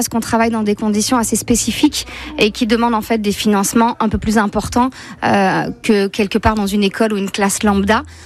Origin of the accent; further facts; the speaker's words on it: Marseille, Provence-Alpes-Côte d'Azur, France; born there; moved away; Je suis née à Marseille.